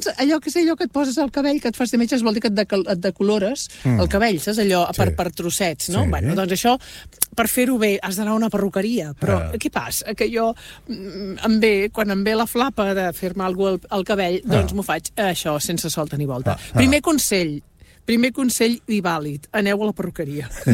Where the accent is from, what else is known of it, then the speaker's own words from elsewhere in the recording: Catalonia, Spain; Perquè som catalans.